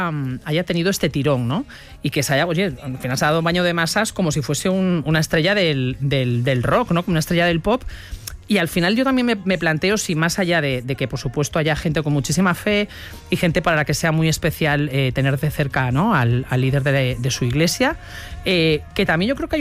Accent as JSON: {"language": "Spanish", "country": "Spain", "said": "creo que tenemos que estar súper orgullosos como españoles de la organización que ha habido"}